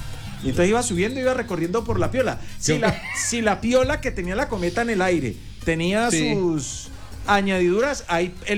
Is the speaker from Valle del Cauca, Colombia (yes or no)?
no; Rivera, Huila, Colombia; moved away; Cuando yo vivía en mi pueblo en Rivera, por el sector de mi casa, para los oyentes de Rivera, sí. Yo soy del barrio Julián Fierro.